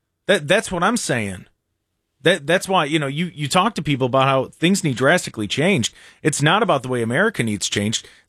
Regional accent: Seville, Ohio, United States; when I was growing up in Seville, I lived in townhouses out there.

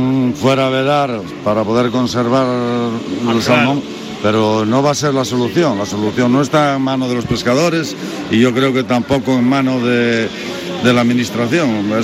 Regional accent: Cangas de Narcea, Asturias, Spain; Yo, los ríos de aquí, de la zona donde soy, de Cangas de Narcea, están más limpios que nunca.

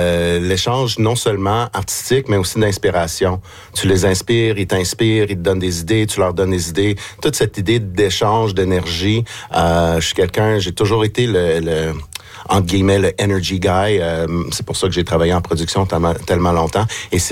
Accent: Ottawa, Ontario, Canada; also born or lived in Montreal; now in Prince Edward County, Canada; Je suis d'Ottawa.

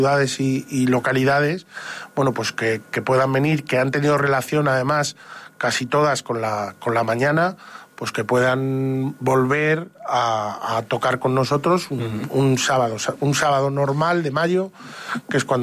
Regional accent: Zamora, Castile and León, Spain; somos de Zamora

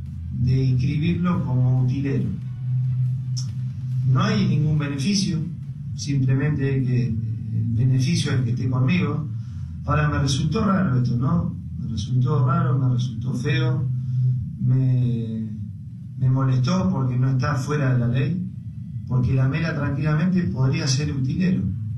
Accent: Argentina; moved away; soy argentino

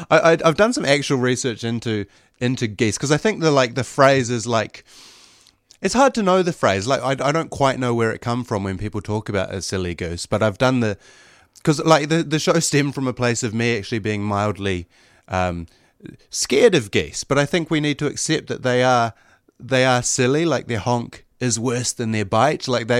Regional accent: New Zealand; I am from New Zealand.

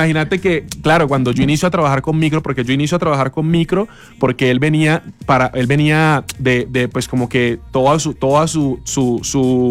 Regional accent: Quibdó, Chocó, Colombia; yo soy del departamento del Chocó, yo nací sí. en el Chocó, nací en Quibdó, en la capital del Chocó

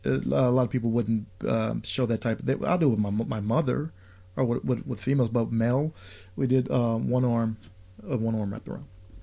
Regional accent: St. Louis, Missouri, United States; moved away as an adult; now in California, United States; so I grew up in North St. Louis in one of those towns where it was an old German town called Baden

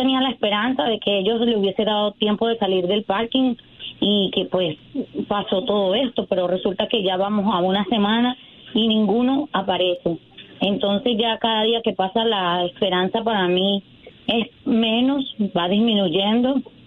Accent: Venezuela; moved away; 11 años que salí de Venezuela, me vine a estudiar acá, estudié inglés

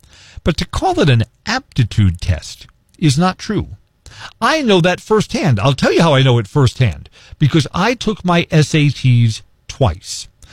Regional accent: Bronx, New York, United States; But wait a minute, but I grew up in the Bronx. We don't grow a lot of potatoes in the Bronx.

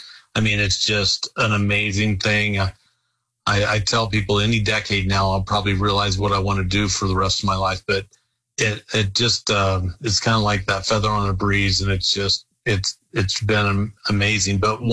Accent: Iowa, United States; born there; also born or lived in Colorado; But growing up in Iowa, so I was born in Colorado, but really from third grade on, I grew up in Iowa, went high school, Iowa.

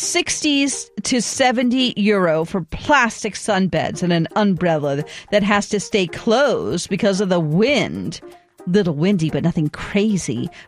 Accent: Greece; English is a second language; I come from Greece, though, okay. So I'm used to Greeks, hospitality, and beaches.

